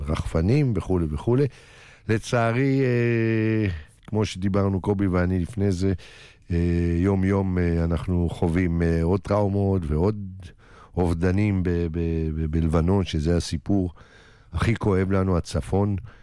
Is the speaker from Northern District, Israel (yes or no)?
no; Jerusalem, Jerusalem District, Israel; אז הבנת שאני ירושלמי